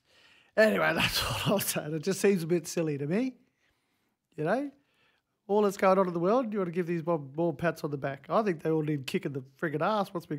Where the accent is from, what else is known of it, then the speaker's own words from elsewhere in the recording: Queensland, Australia; I'm from Queensland, we'll go for Queensland.